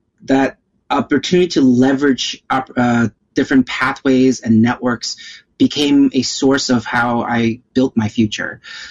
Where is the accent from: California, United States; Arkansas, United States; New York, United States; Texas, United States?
New York, United States; I was born and raised in New York.